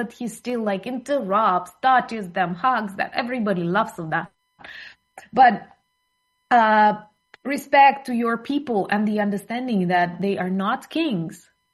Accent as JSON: {"language": "English", "country": "Ukraine", "said": "And here in Ukraine"}